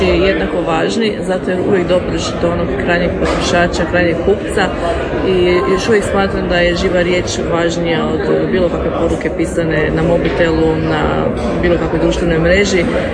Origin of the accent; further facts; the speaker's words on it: Croatia; nositeljica sam OPG-a Vrata Zagorja. Dolazim iz Vrtničkog Kuma